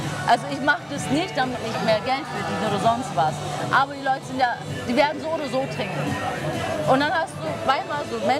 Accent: Turkey; ich bin ja Türkin

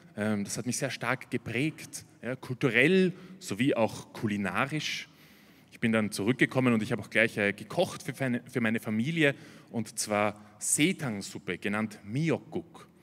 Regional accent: Austria; Ich habe in Wien Koreawissenschaften studiert, Koreanologie, ja, also ich als Österreicher

